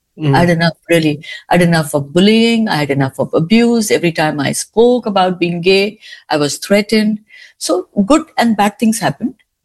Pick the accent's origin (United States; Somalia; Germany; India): India; Mumbai, Maharashtra; I was raised in India, Mumbai. I'm not a Hindu. I'm a Catholic.